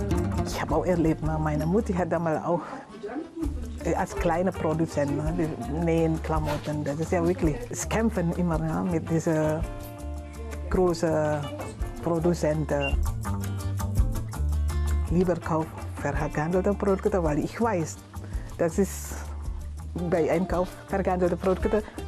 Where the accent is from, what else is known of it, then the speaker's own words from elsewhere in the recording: Indonesia; German is a second language; now in Chemnitz, Germany; Ich komme ursprünglich aus Indonesien. Ich bin seit 2004 in Chemnitz.